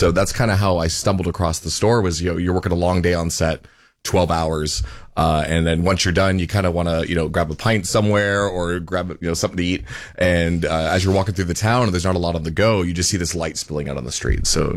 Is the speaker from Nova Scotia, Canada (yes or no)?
yes; Nova Scotia, Canada; So I'm from Nova Scotia.